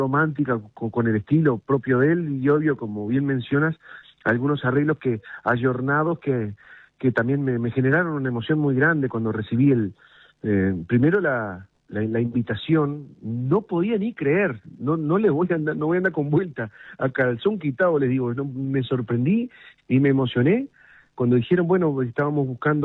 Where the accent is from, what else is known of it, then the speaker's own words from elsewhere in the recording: Rivera, Uruguay; vuelvo aquí a Rivera también, donde arrancaba y hacía mis primeras armas en esto de los bailes a los 14 años